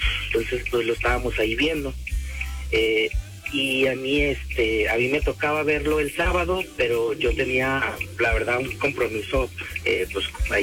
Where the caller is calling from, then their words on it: Tonalá, Jalisco, Mexico; De aquí de Tonalá.